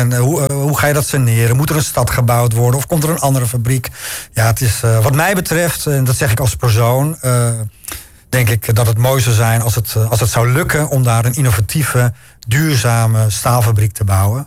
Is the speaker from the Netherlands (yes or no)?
yes; Beverwijk, North Holland, Netherlands; now in Wijk aan Zee, Netherlands; Ik woon in Wijk aan Zee. Ik ben natuurlijk opgegroeid in de Eimond, in Beverwijk.